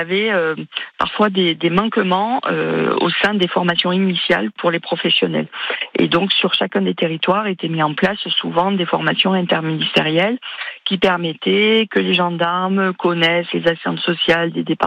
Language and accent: French; Occitanie, France; j'ai regardé rapidement les images, y compris chez moi en Lozère